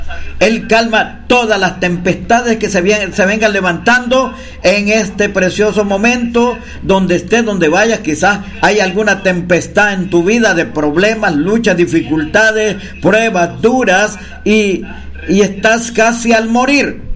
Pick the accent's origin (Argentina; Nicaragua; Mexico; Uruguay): Nicaragua; Matagalpa; moved away as an adult; now in El Salvador; Somos originarios de Matagalpa, Nicaragua, y estamos en misión acá en República del Salvador.